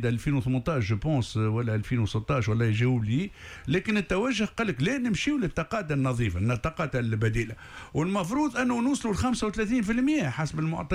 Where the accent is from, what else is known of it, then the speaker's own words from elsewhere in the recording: Tunisia; عندنا في تونس محطات تخدم بالغاز؟